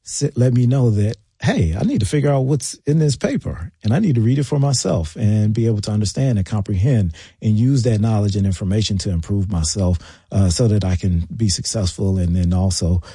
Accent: Washington, District of Columbia, United States; also born or lived in Prince George's County, Maryland; we were born and raised in Washington, D.C., raised in the Prince George's County area.

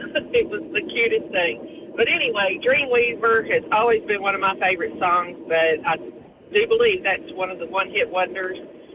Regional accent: Manchester, Tennessee, United States; I'm from Manchester, Tennessee.

